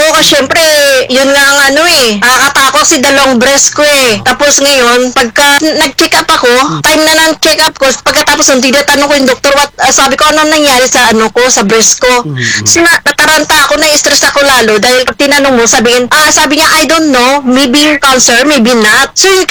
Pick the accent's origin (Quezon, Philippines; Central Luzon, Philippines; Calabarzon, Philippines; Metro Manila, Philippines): Calabarzon, Philippines; Bacoor; moved away as an adult; now in Hong Kong; Taga Molino Bacoa ako. Tapos, nandito ngayon sa, ano, sa Hong Kong. DH ako dito.